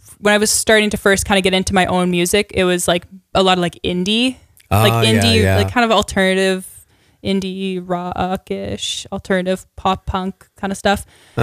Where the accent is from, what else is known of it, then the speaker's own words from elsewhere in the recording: Dalmeny, Saskatchewan, Canada; I technically grew up like outside of Saskatoon. So I grew up in a small town called Dalmany. So it's about like maybe half hour from outskirts of Saskatoon.